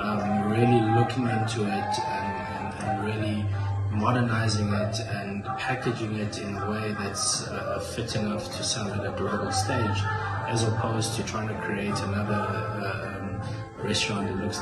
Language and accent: English; South Africa; moved away as an adult; why do you speak like this? Where are you from? Oh, South Africa